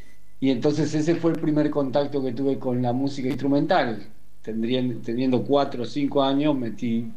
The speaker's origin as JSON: {"language": "Spanish", "town": "La Plata", "region": "Buenos Aires Province", "country": "Argentina", "tie": "born there"}